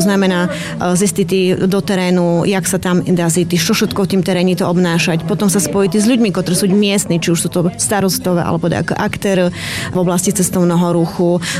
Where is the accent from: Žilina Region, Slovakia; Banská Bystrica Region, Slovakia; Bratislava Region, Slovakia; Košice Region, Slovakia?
Košice Region, Slovakia; accent: Zemplín dialect; first language Zemplín dialect; moved away as an adult; now in Medzilaborce area, Slovakia; Takže pochádzam od Trebišova a tu jem sa medzi laborcoch jem sa vydala